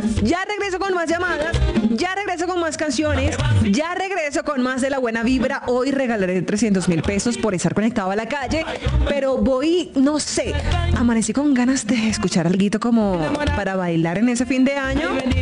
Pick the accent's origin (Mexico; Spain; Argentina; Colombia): Colombia; Caribbean coast; born there; como costeña fracasé como paisa. Yo quise ser paisa, pero nací costeña.